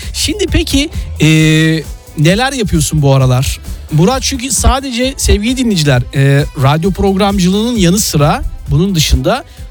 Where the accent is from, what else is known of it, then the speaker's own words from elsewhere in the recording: Zonguldak, Turkey; now in Istanbul, Turkey; Ben doğma büyüme Zonguldaklıyım. Ara ara, evet, Zonguldak'a gidiyorum.